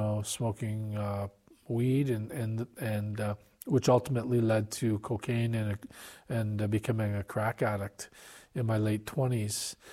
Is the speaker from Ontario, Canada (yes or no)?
no; Edmonton, Alberta, Canada; I was born in Edmonton, raised in Edmonton, lived there most of my life